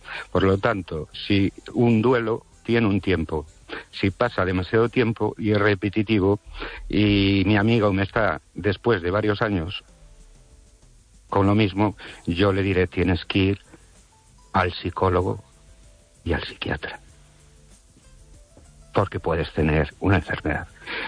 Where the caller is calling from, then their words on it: Ourense, Galicia, Spain; de Orense